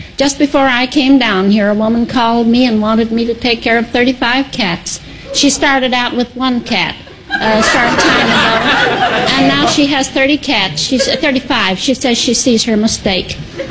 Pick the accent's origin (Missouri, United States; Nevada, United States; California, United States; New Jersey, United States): Missouri, United States; Libra; Libra, Missouri.